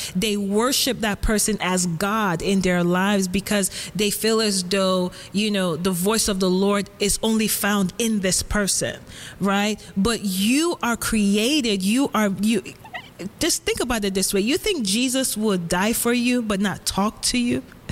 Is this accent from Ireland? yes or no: no; Lagos, Nigeria; now in California, United States; I grew up in Lagos, Nigeria, and I'm the last born of my family. I'm the only girl in my family.